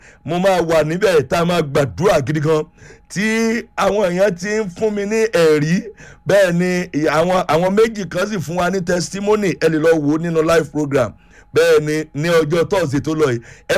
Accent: Ekiti, Nigeria; torí ọmọ àrà Èkìtì ni mí, ọmọ Alágo Àjìlù.

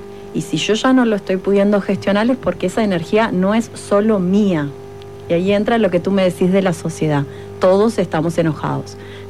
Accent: Montevideo, Uruguay; yo que vengo de Montevideo

